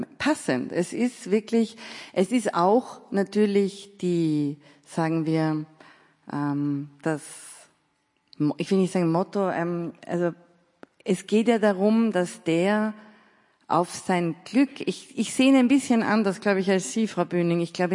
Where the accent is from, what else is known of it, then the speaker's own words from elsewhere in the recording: Vienna, Austria; bei mir als Wienerin